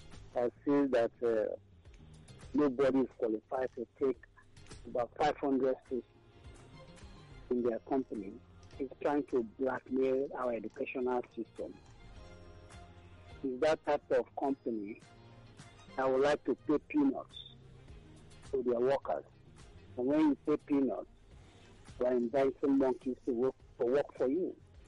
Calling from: Nigeria; I'm calling from Abanja in Ikoti.

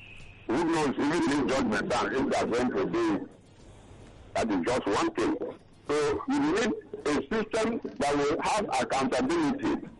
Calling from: Lagos, Nigeria; calling from Okota.

